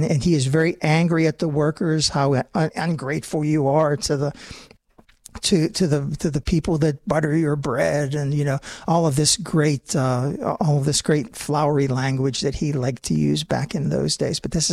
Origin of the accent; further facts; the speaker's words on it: Donora, Pennsylvania, United States; And where are you from again? Denora, Pennsylvania.